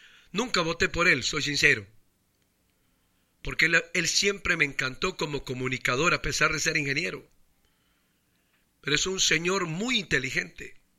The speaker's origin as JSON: {"language": "Spanish", "country": "Honduras", "said": "cuando yo salí de Honduras la primera vez, vi Toncontín como, oh my God, hasta en inglés le hablo, ¿va? Señor, qué aeropuerto tan bello."}